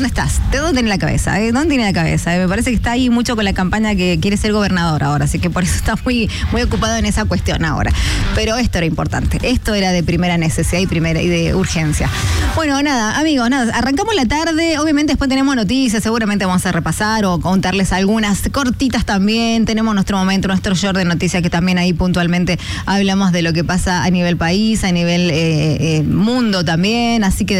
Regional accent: Mendoza, Argentina

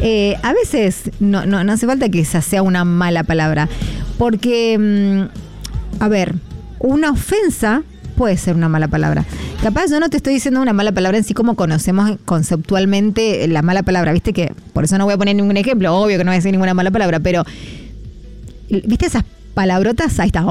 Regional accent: Argentina; soy argentina

